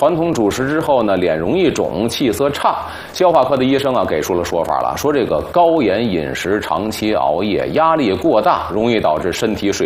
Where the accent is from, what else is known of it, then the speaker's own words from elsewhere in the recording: China; 从古到今咱们中国人哪一个不是从小吃着米饭馒头长大的？